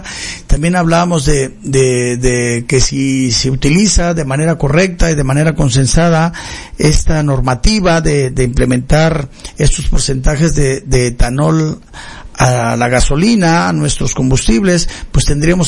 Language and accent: Spanish; Mexico